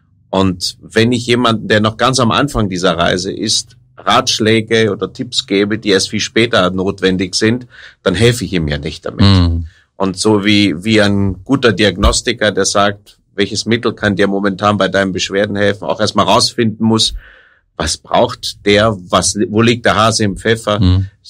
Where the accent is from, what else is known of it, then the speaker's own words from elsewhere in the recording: Rhineland, Germany; Ich bin ein Rheinländer, ja